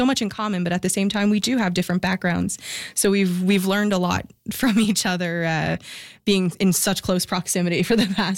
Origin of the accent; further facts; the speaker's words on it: Newfoundland and Labrador, Canada; also born or lived in Bonavista Bay / Portugal Cove; I grew up in town, but mainly my family is from the Bonavista Bay area, the Buren Peninsula, and then I fished a lot in Portygrave, where my grandmother's family is from.